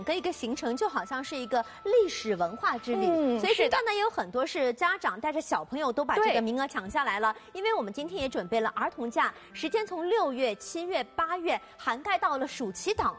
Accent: Shanghai, China; 我们上海人

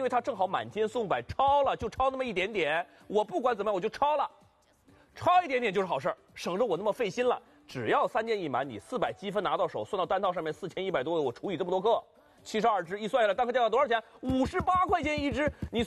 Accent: Heilongjiang, China; 不要以为我们东北人就全都能吃到参

